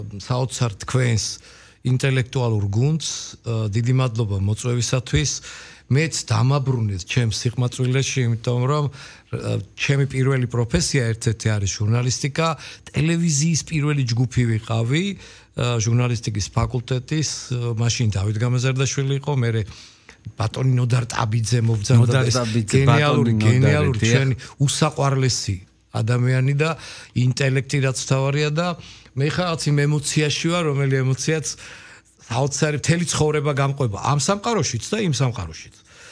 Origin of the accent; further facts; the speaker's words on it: Chiatura, Imereti, Georgia; moved away; also born or lived in Sukhumi; მე ჭიათურის 24 წლის აჯანყების ტკივილებით გავიზარდეგია.